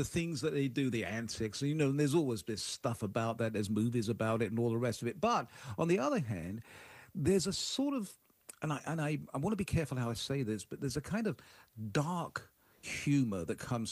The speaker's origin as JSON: {"language": "English", "country": "United Kingdom"}